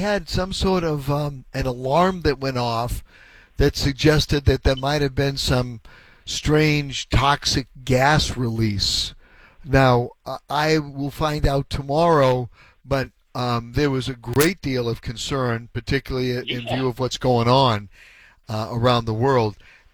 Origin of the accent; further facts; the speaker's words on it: Hyde Park, Massachusetts, United States; I grew up in Hyde Park too, as you probably know. I'm a Reedville boy